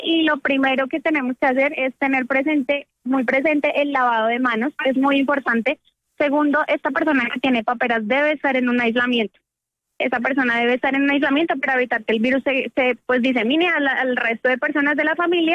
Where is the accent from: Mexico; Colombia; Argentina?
Colombia; Lo que pasa es que nosotros como colombianos, y bueno, en el mundo, tenemos una mala maña